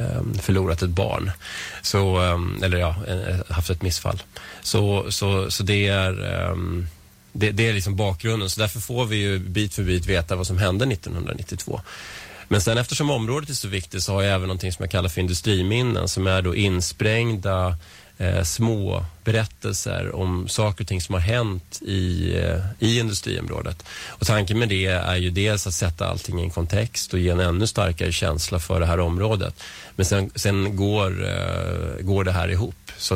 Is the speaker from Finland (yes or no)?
no; Vällingby, Stockholm County, Sweden; also born or lived in Strängnäs; now in Nacka, Sweden